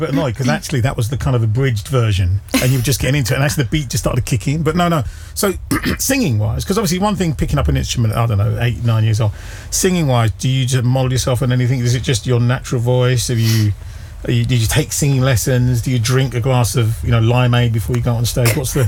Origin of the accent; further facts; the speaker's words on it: United Kingdom; as kids, right, in the UK, I don't care what anyone says in English, right? We sang in an American accent.